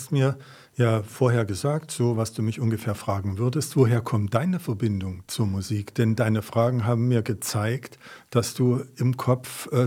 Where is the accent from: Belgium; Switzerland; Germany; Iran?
Germany; Leipzig, Saxony; born there; was wir natürlich auch aus der DDR mitgebracht haben, ich bin ja in Leipzig geboren